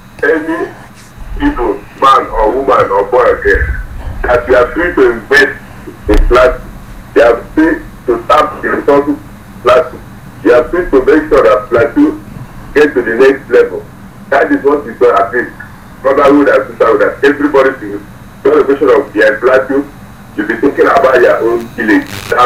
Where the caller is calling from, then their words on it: Plateau, Nigeria; I'm calling from the AMCTV Center here, Village Angrojo.